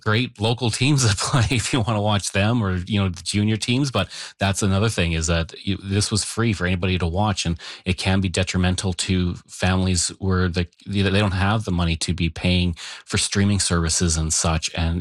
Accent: Alberta, Canada; I grew up outside of Edmonton.

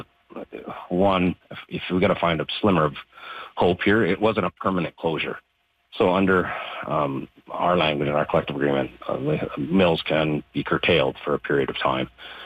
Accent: British Columbia, Canada; I'm from British Columbia

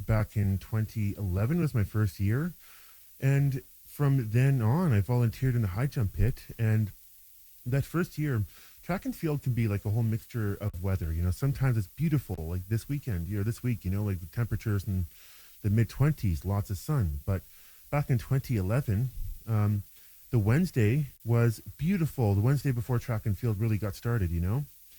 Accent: Hay River, Northwest Territories, Canada; So I remember growing up in Hay River and hearing about track and field snowing

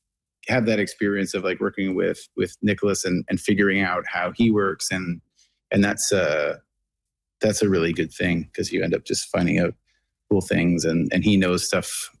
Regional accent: Clark's Harbour, Nova Scotia, Canada; I heard about the story, but I didn't realize how close it was to my hometown. Because it was always the Shag Harbor, and I always knew the town as Clark's Harbor

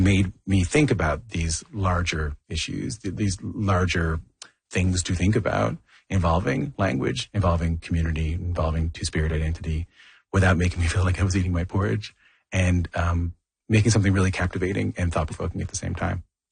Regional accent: St. John's, Newfoundland and Labrador, Canada; when I was growing up in St. John's, we used to talk about our traditional music a lot.

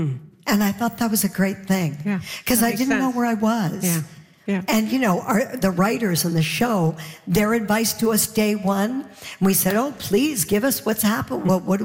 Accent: Canada; Right. But I'm Canadian.

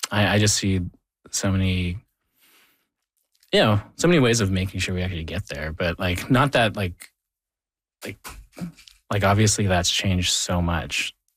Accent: Thunder Bay, Ontario, Canada; born or raised there

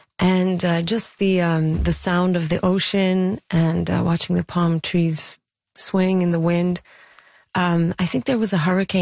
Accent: London, United Kingdom; born there; I was born in London because... If I was born in Kuwait, I would only have a Jordanian citizenship because we're Palestinian.

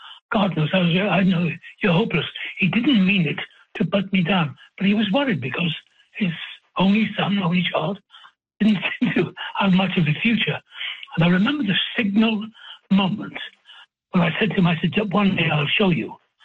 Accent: Wales, United Kingdom; now in United States; I'm Welsh, and that's it.

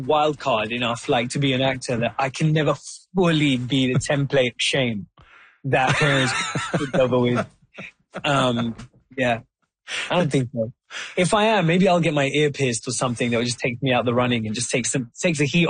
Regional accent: Wembley, London, United Kingdom; I would read this play about a prince growing up in Denmark, and I was like, this is exactly like growing up in Wembley.

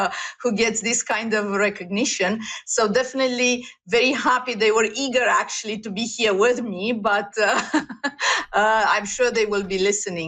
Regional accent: Romania; now in Toronto, Canada; I'm from Romania, came to Toronto

